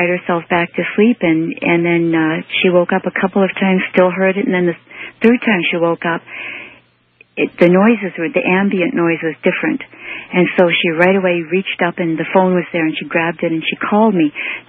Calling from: Michigan, United States; in Upper Michigan.

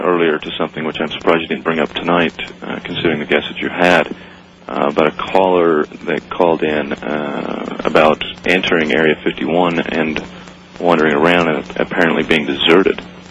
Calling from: Utah, United States; I'm in Utah.

